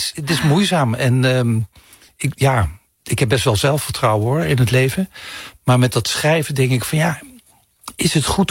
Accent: Limburg, Netherlands; moved away as an adult; also born or lived in Amsterdam / France; mijn verhouding met Limburg, waar ik geboren ben, en waar ik met 18 ben vertrokken met het idee van, ik kom hier echt nooit meer terug. En nu woon ik er.

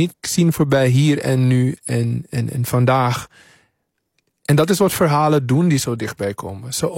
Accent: Suriname; born there; moved away; toen ik in Suriname woonde

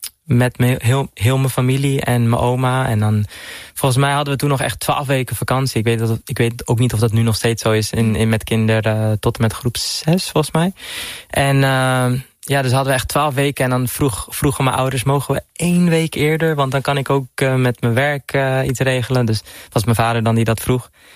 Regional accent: Netherlands; also born or lived in Dominican Republic; Als ik daar ben, denk ik, ik ben echt een Nederlander.

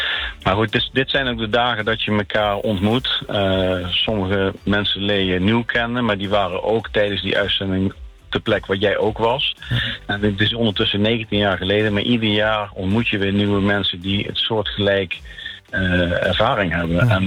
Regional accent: Netherlands; maar ook waar we met z'n allen voor staan als Nederlanders.

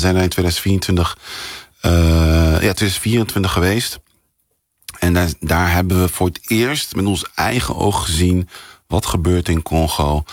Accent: The Hague, South Holland, Netherlands; born there; accent: Haags; Ik ben zelf in Den Haag geboren. Ik heb een klein Haags accent. Ik hoop dat je het niet te vol hoort.

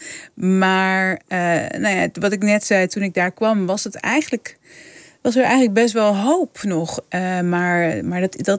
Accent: Leeuwarden, Friesland, Netherlands; Ja, nee, ik ben opgegroeid in Friesland. Eerst in een dorpje vlakbij Leeuwarden en daarna in Leeuwarden. Mijn moeder is Fries, dus ik ben wel opgegroeid met Fries om me heen.

